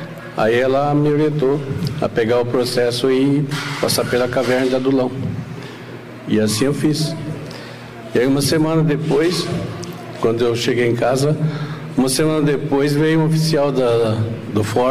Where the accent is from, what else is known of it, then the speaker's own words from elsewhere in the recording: Serra Negra, São Paulo, Brazil; Sou da cidade de Serra Negra.